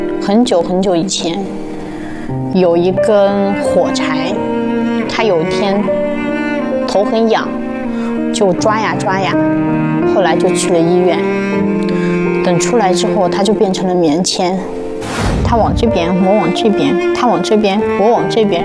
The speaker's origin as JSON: {"language": "Chinese", "region": "Yunnan", "country": "China", "said": "我从云南来。"}